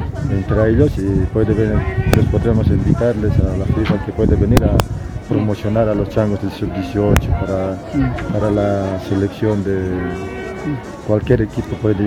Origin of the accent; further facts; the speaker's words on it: Potosí, Bolivia; Todos somos del Ayu Jucumán.